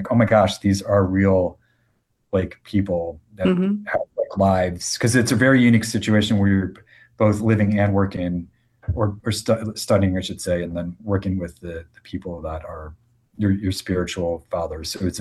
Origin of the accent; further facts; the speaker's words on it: Naperville, Illinois, United States; But then that was the only real Christian preschool in my hometown of Naperville, or at least walking distance, I guess. And then K-12 was public school.